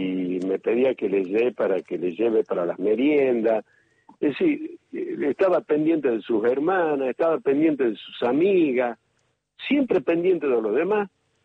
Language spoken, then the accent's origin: Spanish; Tucumán, Argentina